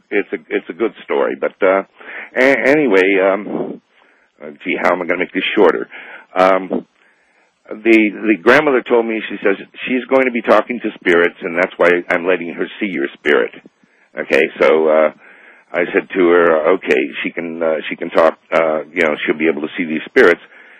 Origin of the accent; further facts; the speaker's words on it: Quartzsite, Arizona, United States; now in Los Angeles, United States; from Quartzsite, Arizona, listening to you from Los Angeles, 640.